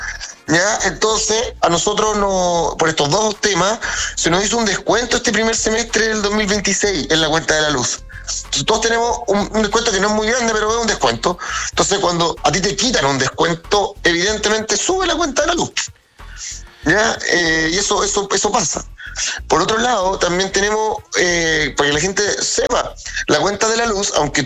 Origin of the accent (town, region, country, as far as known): Chile